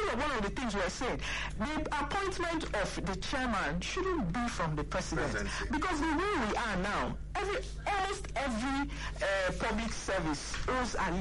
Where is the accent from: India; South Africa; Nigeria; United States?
Nigeria; Me too, I'm a Nigerian citizen.